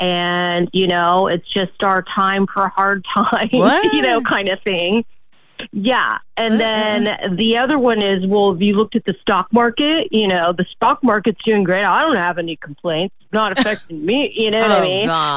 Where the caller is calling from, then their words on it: San Francisco Bay Area, California, United States; I'm from the Bay Area